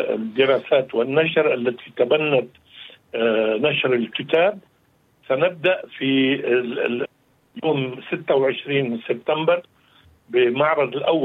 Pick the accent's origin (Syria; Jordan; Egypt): Syria; أنا سوري الأصل